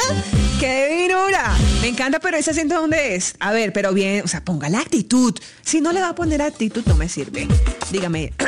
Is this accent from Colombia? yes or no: yes; Caribbean Region, Colombia; ¿Cómo se saluda en su tierra? Yo soy costeña. Nosotros saludamos a compa, ¿qué? ¿Cómo va la vaina? Así saludamos nosotros y es normal en nuestra cultura.